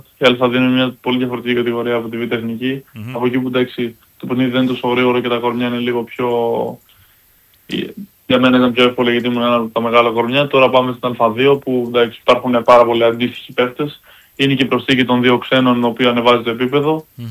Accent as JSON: {"language": "Greek", "country": "Greece", "said": "Όταν τους είπα ότι είμαι από την Ελλάδα"}